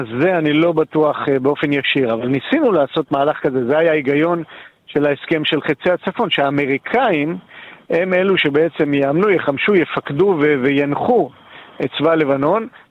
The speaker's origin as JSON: {"language": "Hebrew", "area": "Golan Heights", "region": "Northern District", "country": "Israel", "tie": "born or raised there", "said": "אני גר ברמת הגולן, רמת הגולן הייתה אזור סורי ששלט על עמק הירדן במשך שנים, וגר, נולדתי שם וגדלתי שם"}